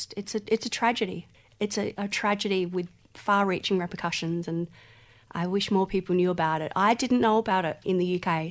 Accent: Victor Harbor, South Australia, Australia; moved away as an adult; now in England, United Kingdom; I grew up in Victor Harbour, which is about an hour's drive south of Adelaide on the Fleurieu Peninsula. It's a beautiful place and I'm grateful for it now, but when I was a teenager growing up in Victor Harbour in the 90s, it felt like the ends of the earth.

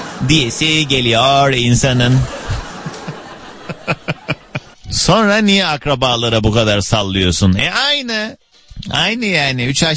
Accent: Kars, Turkey; Ben bilmiyorum, Karslıyım. Ki. Bizde böyle bir şey yok.

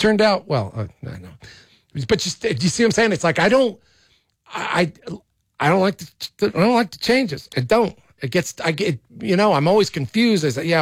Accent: New York, United States; JJ, I'm from New York. Back, you know, it's different now though, but I don't remember it. Monday Night Football, when I was growing up, it came on at 9 o'clock in New York.

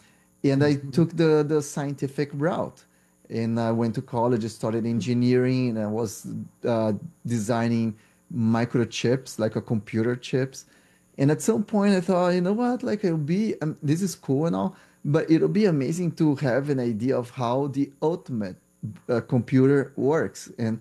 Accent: Brazil; English is a second language; growing up in Brazil in the 90s

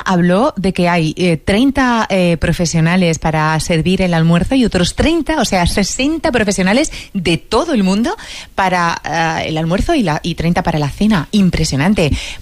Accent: Huelva, Andalusia, Spain; en Huelva, que es nuestra tierra por la que apostamos?

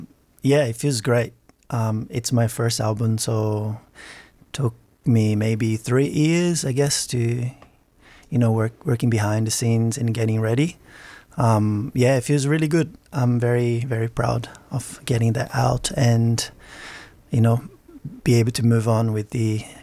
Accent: Brazil; now in Australia; I feel like even living here for 12 years, the reference from growing up in Brazil is still very strong.

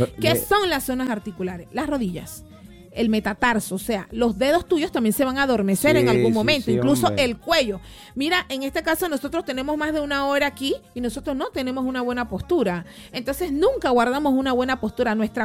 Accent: Panama; yo tengo que ayudar a mi pueblo panameño.

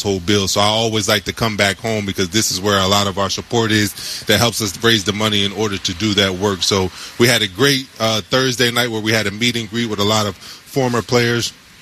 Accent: Delaware, United States; also born or lived in Camden, New Jersey; now in Texas, United States; I'm actually from Camden. So I was born in Camden. I moved to Delaware, and I was raised there. But it's hard to get back to the East Coast now that we live in Texas.

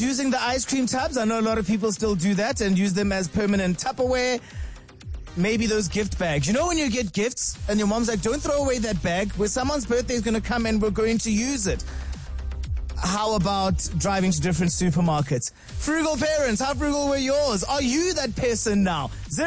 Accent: Brackenhurst, Gauteng, South Africa; And also, I grew up in Brackenhurst, Bracken Downs, so we had all those shopping stores over there. Spar, Pick and Pay, Checkers, Zonke, all of them.

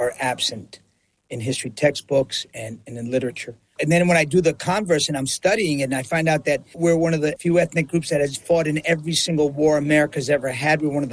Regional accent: New York, United States; growing up in New York in the 70s.

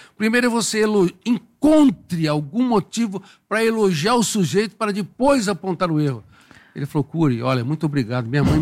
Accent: Colina, São Paulo, Brazil; born there; na minha querida cidade, onde eu nasci, Colina.

